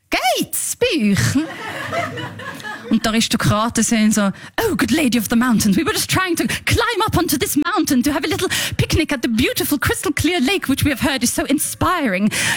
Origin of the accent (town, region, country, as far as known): Switzerland; born or raised there